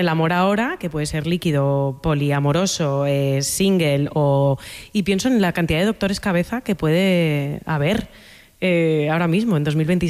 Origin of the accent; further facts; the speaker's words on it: Valencian Community, Spain; Soy valenciana.